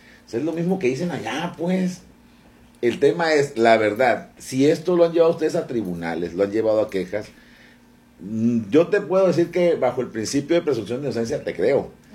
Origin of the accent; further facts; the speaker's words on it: Navolato, Sinaloa, Mexico; ya sabes cómo somos de Navolato